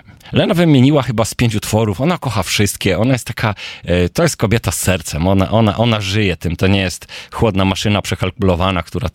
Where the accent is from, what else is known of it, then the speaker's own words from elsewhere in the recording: Silesian Voivodeship, Poland; ponieważ ja pochodzę ze Śląska